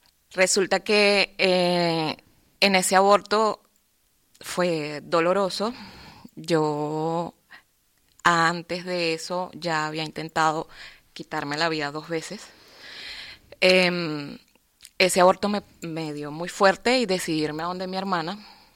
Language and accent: Spanish; Venezuela; moved away as an adult; now in Spain; vengo de Venezuela. Desde el 2019 estoy aquí en España.